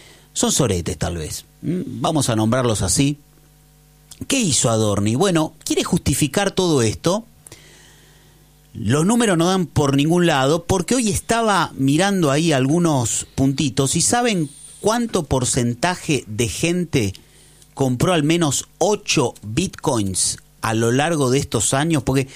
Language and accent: Spanish; Argentina; yo no soy un argentino que ahorra en negro.